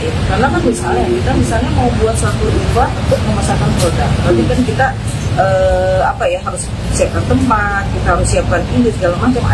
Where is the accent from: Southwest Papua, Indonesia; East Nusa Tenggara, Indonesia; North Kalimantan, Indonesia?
Southwest Papua, Indonesia; Sorong; Saya ini lahir di Sorong.